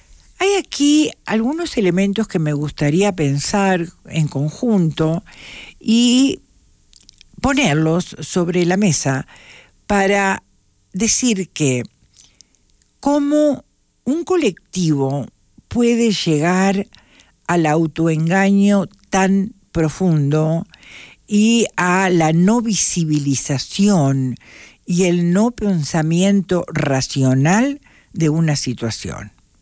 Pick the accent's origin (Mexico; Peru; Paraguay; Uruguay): Uruguay; yo soy uruguaya y vengo. Uruguay es un país altamente futbolista.